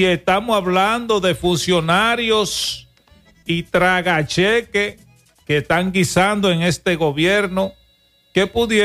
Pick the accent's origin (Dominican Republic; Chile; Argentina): Dominican Republic; Dominicano, como dominicano